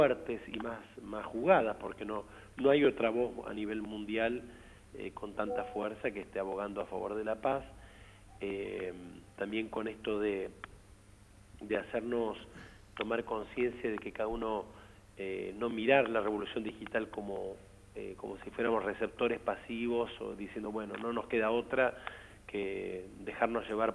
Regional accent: Argentina; necesitamos como argentinos

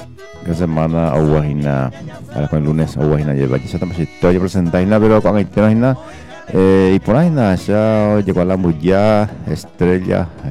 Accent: Paraguay; como buen paraguayo y paraguaya que somos.

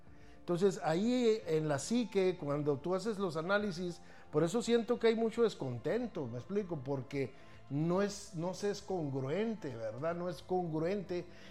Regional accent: Mexico

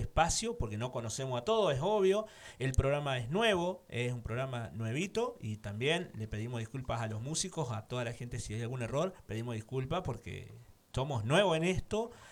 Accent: Reconquista, Santa Fe, Argentina; lo que tiene mi pueblo, lo que tiene Reconquista, lo que tiene nuestra ciudad.

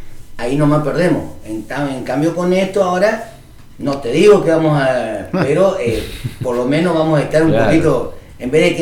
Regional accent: Córdoba, Argentina; yo cuando era chico, me crié en el campo, en Córdoba

